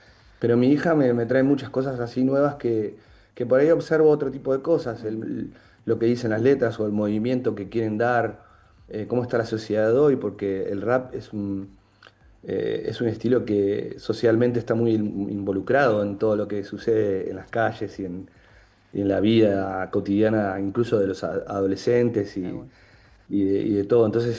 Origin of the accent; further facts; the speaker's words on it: Patagonia, Argentina; soy patagónico hasta la muerte y no, nunca lo voy a dejar de ser.